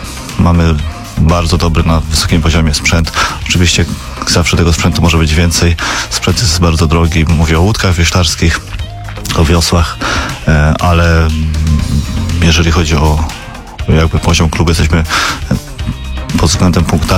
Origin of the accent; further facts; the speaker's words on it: Toruń, Kuyavian-Pomeranian Voivodeship, Poland; born or raised there